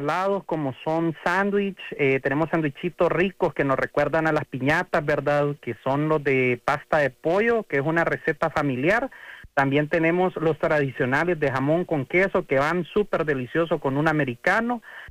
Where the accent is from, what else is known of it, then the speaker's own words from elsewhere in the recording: El Salvador; todo aquello que nos hace orgullosamente salvadoreños